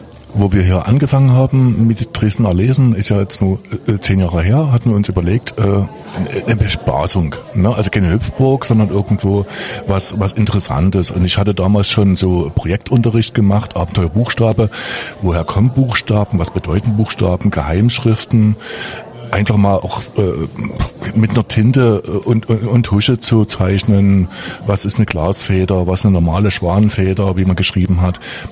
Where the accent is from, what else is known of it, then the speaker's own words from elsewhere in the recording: Scotland, United Kingdom; Deswegen als Schotte finde ich immer interessant, dass man mir die Fragen immer stellt.